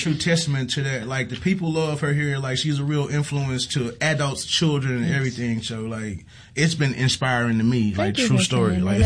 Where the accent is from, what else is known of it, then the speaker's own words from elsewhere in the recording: United States; I just want to say, you know, I'm from Holmes County, and we make the news a lot.